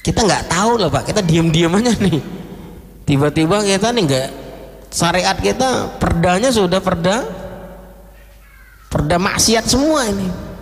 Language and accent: Indonesian; Aceh, Indonesia; Karena kebetulan saya orang Aceh, paham persis konun yang ada di sana.